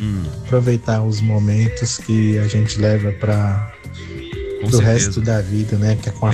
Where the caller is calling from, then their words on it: Brasília, Federal District, Brazil; tô falando da Asa Norte.